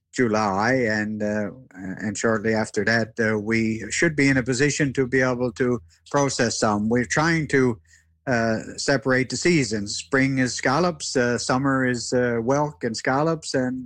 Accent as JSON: {"language": "English", "region": "Newfoundland and Labrador", "country": "Canada", "tie": "born or raised there", "said": "growing up in the Straits of Belle Isle and in throughout Newfoundland."}